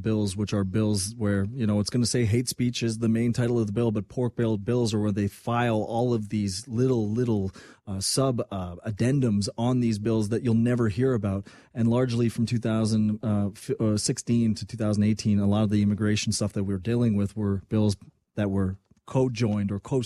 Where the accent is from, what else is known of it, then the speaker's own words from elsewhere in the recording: Canada; when you say you're proud of being Canadian and you have to go, okay, so what am I proud of when I hear something like that? Am I proud that we are a country that ta